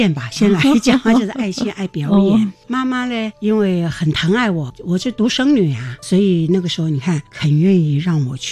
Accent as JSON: {"language": "Chinese", "region": "Kaohsiung", "country": "Taiwan", "tie": "born or raised there", "said": "其实啊，我是台湾土生土长，很多观众朋友啊，或者是年轻的观众跟我交谈以后都以为我是来自大陆，其实我就生长在台湾的左营，从小我八岁就学戏了。"}